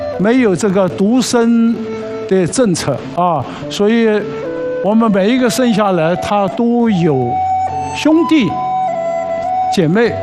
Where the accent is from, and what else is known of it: China